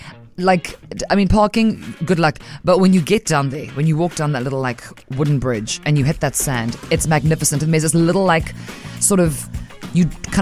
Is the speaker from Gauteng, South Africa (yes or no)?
no; Cape Town, Western Cape, South Africa; moved away as an adult; now in KwaZulu-Natal, South Africa; I come from where the mountain resides in the 021. There are certain things you cannot do there. One is afford property, and the other thing is swim in the ocean.